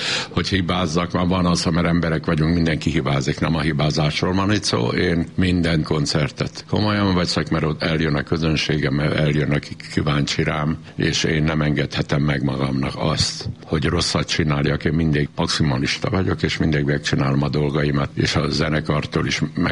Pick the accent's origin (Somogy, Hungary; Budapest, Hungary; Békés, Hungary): Budapest, Hungary; Itt Kőbányán, természetesen, mert én Kőbányán születtem valóban, nem sokan mondják így Kőbánya, úgy Kőbánya, én itt születtem a Gizellába. Ez egy életforma, életérzés, és egy szobában laktunk hatan, ott volt egy lavor, abban fürödtünk